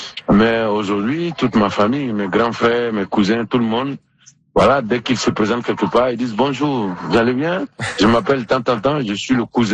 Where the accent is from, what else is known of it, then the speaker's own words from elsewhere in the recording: Côte d’Ivoire; Les gens m'ont demandé d'où je viens, j'ai dit Côte d'Ivoire